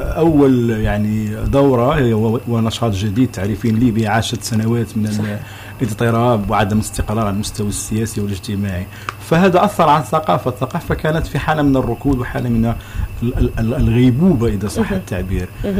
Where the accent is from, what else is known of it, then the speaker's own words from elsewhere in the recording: Morocco; كنت أنا مثلا من المغرب